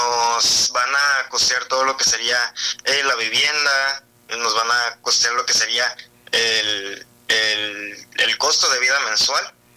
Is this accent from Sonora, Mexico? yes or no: yes; Ciudad Obregón, Sonora, Mexico; born there; Sí, yo soy de Ciudad Obregón, nacido aquí.